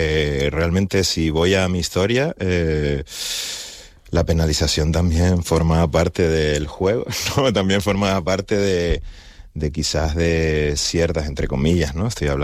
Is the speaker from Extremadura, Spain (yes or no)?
no; Canary Islands, Spain; En plan, como muchísimos canarios y canarias, y en ese momento también me sentía como que no era ni de aquí ni de allá, ¿no? Entonces, allí era súper canarión, aquí un poco godo